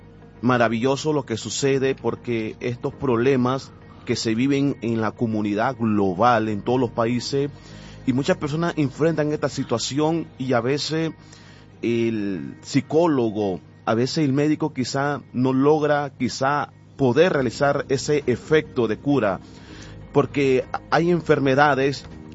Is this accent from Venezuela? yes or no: no; Nicaragua; y allá en Nicaragua, en mi país, se le llaman mosca cuando algo hiere, mal olor